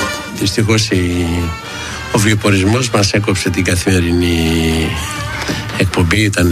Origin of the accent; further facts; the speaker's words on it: Thessaloniki, Central Macedonia, Greece; moved away as an adult; Από τη Θεσσαλονίκη με τα πειρατικά. Είμαι Θεσσαλονικιός. Και εδώ χωρίς διακοπή από το 89.